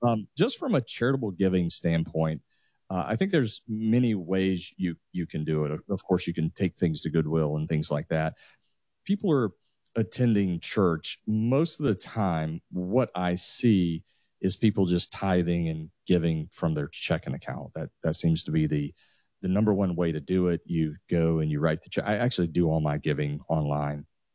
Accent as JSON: {"language": "English", "town": "Atlanta", "region": "Georgia", "country": "United States", "said": "I'm actually from the Atlanta area."}